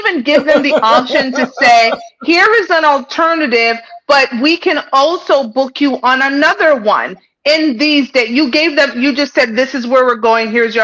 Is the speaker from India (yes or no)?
no; Canada; now in Toronto, Canada; we are from Canada.